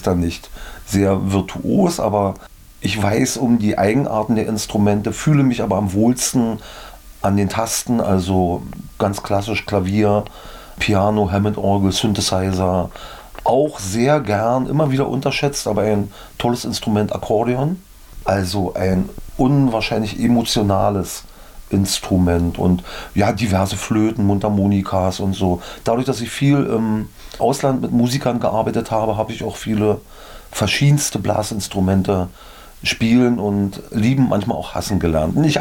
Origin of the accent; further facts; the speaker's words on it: Finsterwalde, Brandenburg, Germany; born there; Im letzten Jahr habe ich in meiner Geburtsstadt Finsterwalde zum Brandenburg-Tag das Finsterwalder Sänger-Musical komponiert und produziert auch.